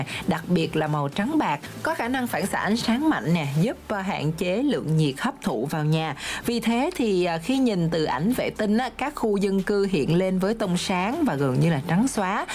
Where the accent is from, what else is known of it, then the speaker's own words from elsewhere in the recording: Ho Chi Minh City, Vietnam; là một người sinh ra và lớn lên thành phố Hồ Chí Minh